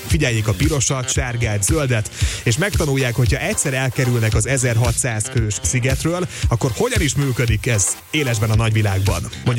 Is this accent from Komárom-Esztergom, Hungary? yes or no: no; Kisvárda, Szabolcs-Szatmár-Bereg, Hungary; Az én szülővárosomban, Kisvárdán is sokáig így volt.